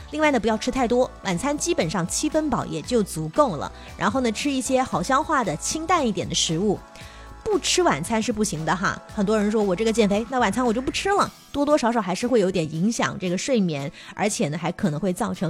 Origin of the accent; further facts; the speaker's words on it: Guangdong, China; 我们广东人